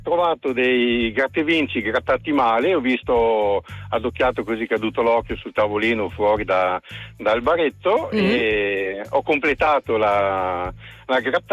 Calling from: Verona, Veneto, Italy; Io sono da Verona

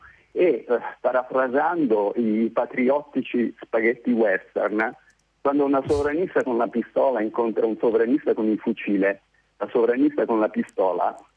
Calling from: Germany; chiamo dalla Germania.

